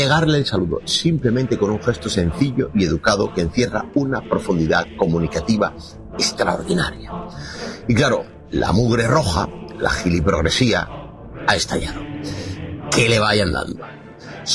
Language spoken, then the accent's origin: Spanish; Andalusia, Spain; con cualquier otro almeriense que dé el salto o que no lo dé, y por supuesto con todos los clubes de mi tierra. Y también es verdad que ese apoyo natural por paisanaje